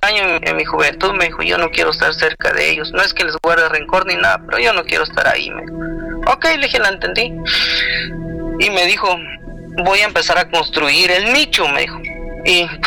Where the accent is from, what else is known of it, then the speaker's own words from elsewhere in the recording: Guatemala; now in United States; yo soy de Guatemala